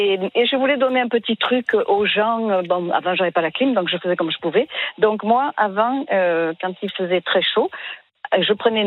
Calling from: Roussillon, Provence-Alpes-Côte d'Azur, France; je suis à Roussillon dans le Vaucluse, et à Roussillon, la terre est rouge.

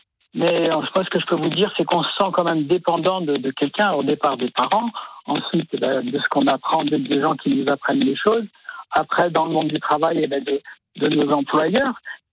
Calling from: Royan, Nouvelle-Aquitaine, France; Je suis à Royan, Charente-Maritime.

